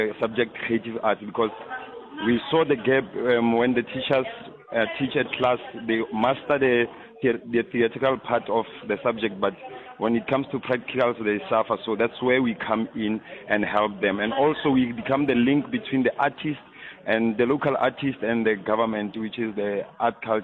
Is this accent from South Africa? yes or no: yes; Koster, North West, South Africa; I come from Koster in Rustenburg Northwest, Bojanala District.